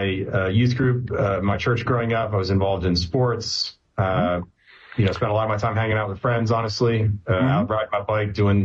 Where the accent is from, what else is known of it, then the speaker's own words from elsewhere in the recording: Virginia, United States; I'm only child from Northern Virginia